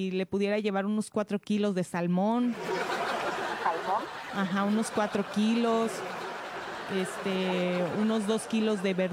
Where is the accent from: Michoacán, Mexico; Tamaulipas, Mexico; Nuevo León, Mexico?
Michoacán, Mexico; Morelia; Mire, lo que pasa es que nosotros somos de aquí, de Morelia.